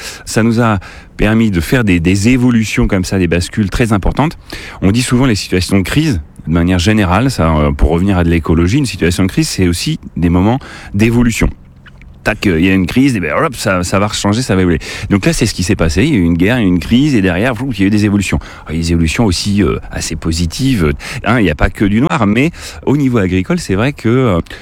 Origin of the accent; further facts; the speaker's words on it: Chédigny, Centre-Val de Loire, France; Alors moi, j'ai grandi donc à Chédigny.